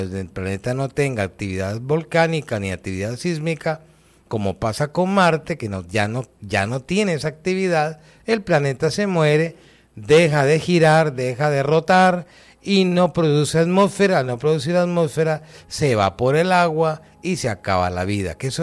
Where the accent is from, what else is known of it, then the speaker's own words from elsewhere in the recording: Santander, Colombia; departamento del Santander, de donde yo soy